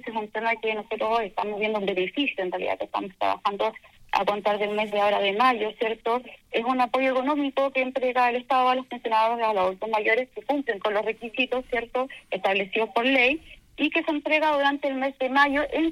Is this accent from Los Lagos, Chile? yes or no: no; Rengo, O'Higgins, Chile; nací y quedaba en Rengo.